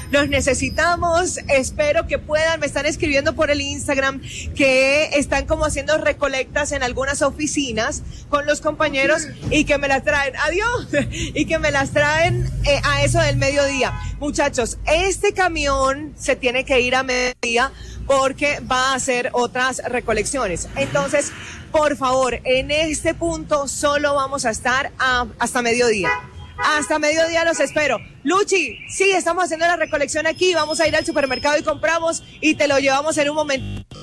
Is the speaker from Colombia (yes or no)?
yes; Colombia; Esos somos los colombianos, ¿sabes? Esos somos los colombianos.